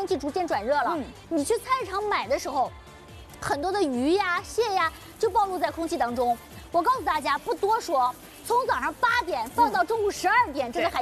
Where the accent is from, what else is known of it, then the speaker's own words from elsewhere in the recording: Qingdao, Shandong, China; 虽然我是一个青岛人